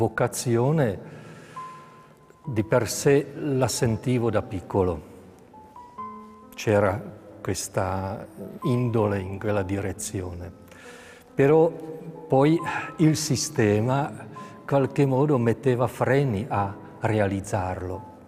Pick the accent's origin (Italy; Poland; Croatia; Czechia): Czechia; Italian is a second language; moved away as an adult; Io sono nato in Cecoslovacchia, che era regime comunista socialista reale. Mi ricordo, avevo 8 anni, 68